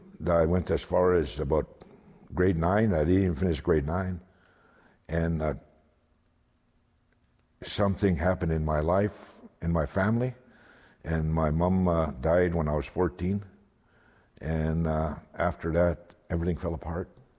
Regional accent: Kikino, Alberta, Canada; also born or lived in Vilna, Alberta; now in Edmonton, Canada; little town called Vilna, and that's where my mom had me. But I was raised in Kikino, which means in my language, my home. About, I would say, probably close to 20 miles from where I was born in a hospital in Vilna.

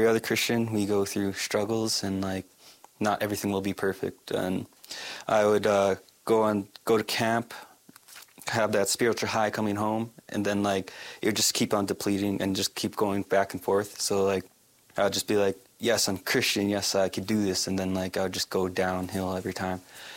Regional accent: British Columbia, Canada; now in Big River First Nation, Canada; I grew up in British Columbia, and there I lived with my mother and my stepdad. And then we moved out here to Big River First Nation, and I started living with my grandmother.

